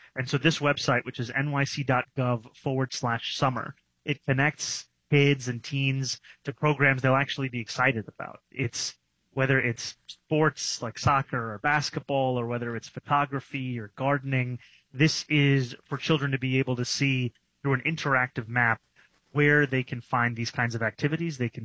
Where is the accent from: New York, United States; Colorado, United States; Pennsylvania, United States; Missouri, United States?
New York, United States; New York City; growing up in New York City